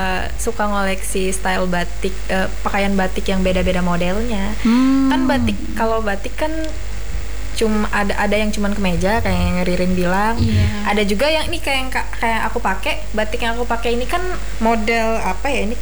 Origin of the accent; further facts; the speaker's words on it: Central Kalimantan, Indonesia; now in Palangka Raya, Indonesia; Kabupaten Murung Raya.